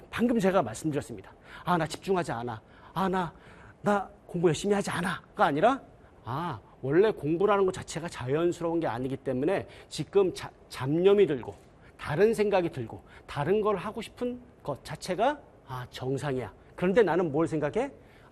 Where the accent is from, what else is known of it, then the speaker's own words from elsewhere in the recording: South Korea; 한국에 제가 2010년에 귀국했는데